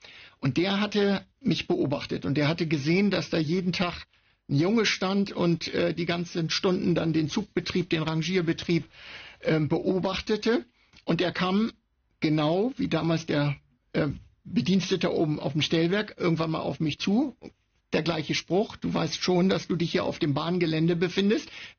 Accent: Jever, Lower Saxony, Germany; wenn ich an den Bahnhof meiner Kindheit denke in Jever

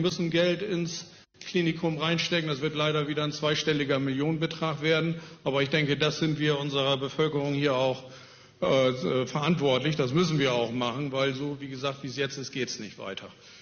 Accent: Wilhelmshaven, Lower Saxony, Germany; und ich vertrete die Wilhelmshavener Interessen auch so, dass wir als Wilhelmshavener uns da auch wiederfinden.

